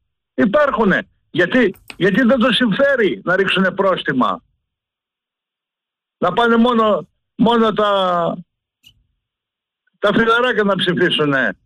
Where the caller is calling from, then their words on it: Western Greece, Greece; από τον Κόσακα, Ιλία.